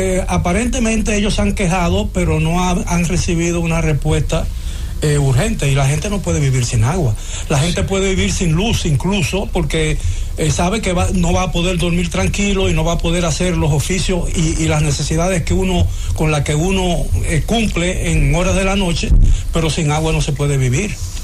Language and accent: Spanish; Santo Domingo, Distrito Nacional, Dominican Republic; also born or lived in Barahona / San Juan; yo nací en Barahona, viví 3 años en San Juan, pero yo me considero un capitaleño.